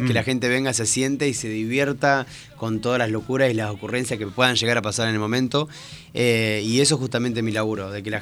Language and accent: Spanish; Coronel Dorrego, Buenos Aires Province, Argentina; moved away as an adult; now in Mar del Plata, Argentina; nacido en Coronel Dorrego y hace ya 16, 17 años que me fui para Mar del Plata por un casting también para televisión y ya me quedé allá en Mar del Plata y no me moví más.